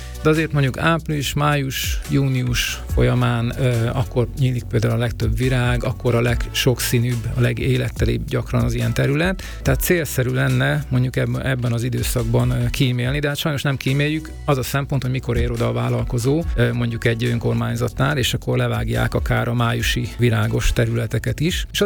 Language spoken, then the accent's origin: Hungarian; Debrecen, Hajdú-Bihar, Hungary; moved away; Én Debrecen egyik lakótelepén nőttem fel